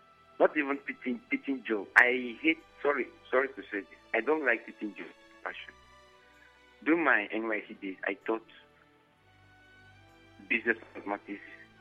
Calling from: Nigeria

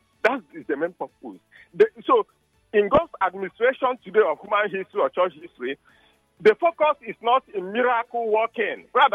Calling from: Rumuolumeni, Rivers, Nigeria; calling from Rumolumuni.

